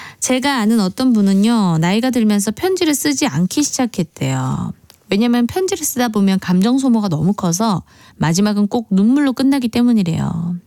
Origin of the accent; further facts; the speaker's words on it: Gimhae, South Gyeongsang, South Korea; now in Seoul, South Korea; 저는 고향이 김해인데요. 서울에 올라와서 18번, 19번 정도 이사를 했거든요.